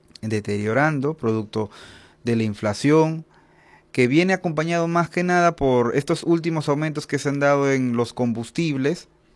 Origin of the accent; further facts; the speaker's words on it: Peru; nosotros tenemos que asumir como peruanos